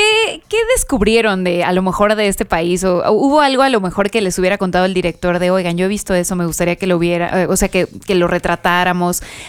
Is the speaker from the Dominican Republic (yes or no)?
no; Puebla, Mexico; Yo soy, sí, poblana.